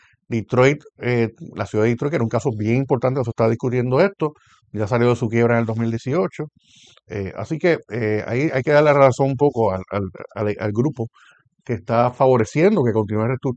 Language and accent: Spanish; Puerto Rico; la condición de Puerto Rico como un territorio no incorporado a Estados Unidos, que le pertenecemos a, pero no somos parte de Estados Unidos